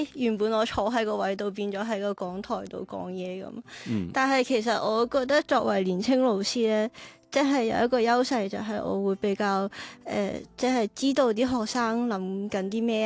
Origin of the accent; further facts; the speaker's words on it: Macau; also born or lived in Beijing; now in Guangzhou, China; 咁我系嚟自澳门，系澳门土生土长嘅。咁我大学嗰阵咧就去咗北京中央音乐学院